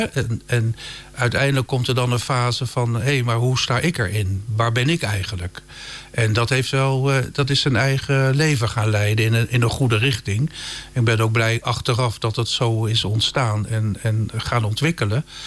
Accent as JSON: {"language": "Dutch", "town": "Rotterdam", "region": "South Holland", "country": "Netherlands", "tie": "born or raised there", "accent": "Rotterdam", "moved": "yes", "lives_now": "Groningen, Netherlands", "said": "Ik ben echt een Rotterdammer, ja. Ik ben er ook geboren."}